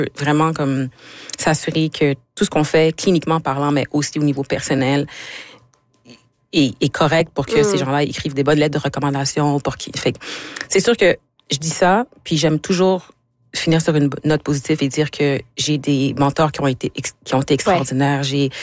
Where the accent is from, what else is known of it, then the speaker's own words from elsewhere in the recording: Quebec, Canada; moved away; Je suis partie du Québec, ça fait comme 7 ans.